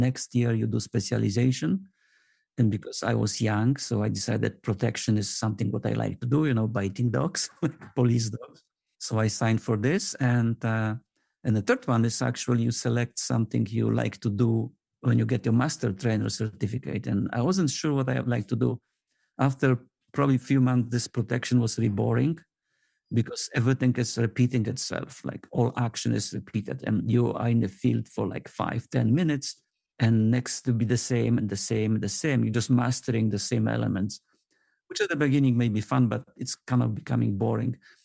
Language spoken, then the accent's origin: English; Poland; English is a second language; moved away; I'm originally from Poland.